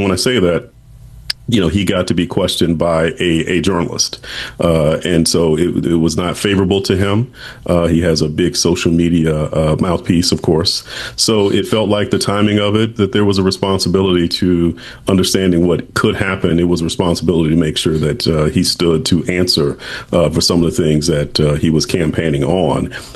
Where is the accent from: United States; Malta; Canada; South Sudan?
United States; South Carolina